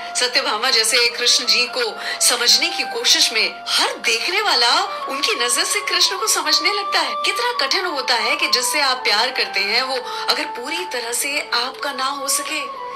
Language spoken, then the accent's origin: Hindi; Ahmedabad, Gujarat, India; मैं गुजरात से हूँ, अहमदाबाद से, और यहाँ उठते ही हर इंसान सबसे पहले गुड मॉर्निंग नहीं जय श्री कृष्ण कहता है एक दूसरे को।